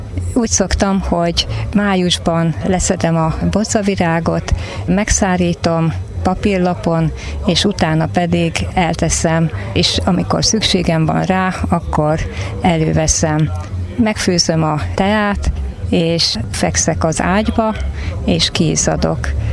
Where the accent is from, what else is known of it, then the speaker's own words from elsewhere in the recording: Hungary; ha már magyarok vagyunk